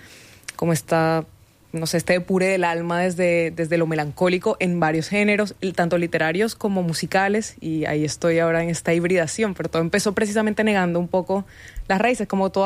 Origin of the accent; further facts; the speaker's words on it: Barranquilla, Atlántico, Colombia; moved away as an adult; now in Bogotá, Colombia; yo crecí en Barranquilla, hasta hace 3 años, ahorita vivo en Bogotá, que quizá el clima se parece un poco más al de acá, pero en Barranquilla hace mucho calor, y aparte es una ciudad muy carnavalera, muy fiestera